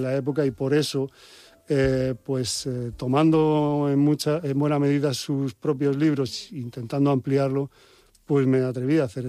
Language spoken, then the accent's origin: Spanish; Valencian Community, Spain; eso es mi tierra y porque los que no salieron en esos últimos barcos del puerto de Alicante